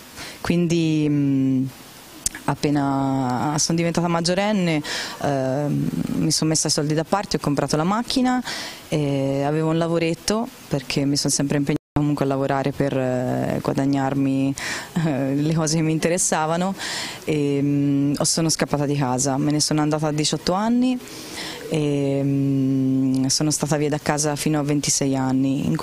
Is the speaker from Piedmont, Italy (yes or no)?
no; Tuscany, Italy; born or raised there